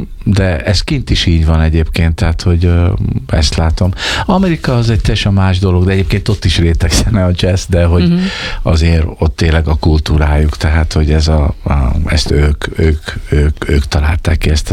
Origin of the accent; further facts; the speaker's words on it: Hungary; magyarként én játszom ott